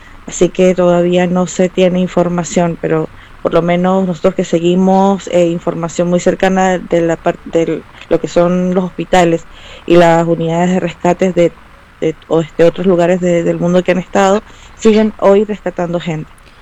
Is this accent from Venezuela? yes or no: yes; Venezuela; now in Mendoza, Argentina; Yo soy venezolana, sí.